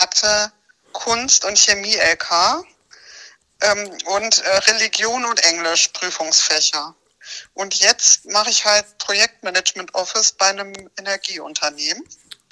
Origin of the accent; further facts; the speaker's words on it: Baden-Württemberg, Germany; accent: Kinzigtal dialect; und jetzt werde ich wegen meinem Kinzigtäler Dialekt auch noch irgendwie als Ausländerin betitelt.